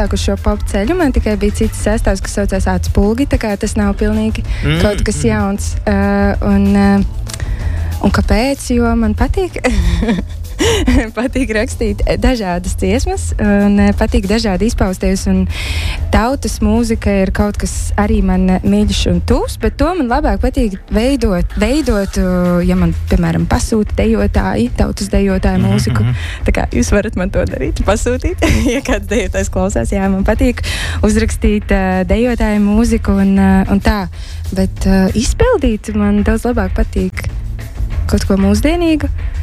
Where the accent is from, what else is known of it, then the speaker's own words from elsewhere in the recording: Madona, Madona Municipality, Latvia; also born or lived in Riga; Es esmu dzimis Rīgā, man tāds varens stāsts, es esmu dzimis Rīgā, dziedājis skinīpās knauķos un tad pārvākusies uz Madonu. Un tur es dzīvoju no 7. Klasītes